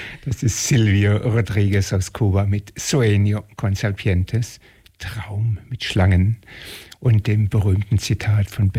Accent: Switzerland; Ein Weißer, Universitätsprofessor mit Assistenten, als Schweizer ein Verschonter. Nie Krieg hier

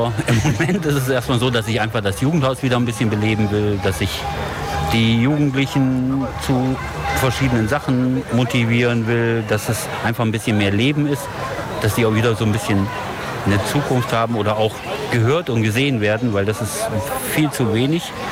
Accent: Kassel, Hesse, Germany; ich komme aus Kassel, da war das auch

